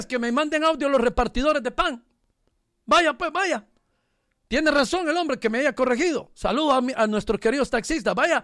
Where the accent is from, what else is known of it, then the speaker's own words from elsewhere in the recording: Honduras; La pobrería en Honduras somos más.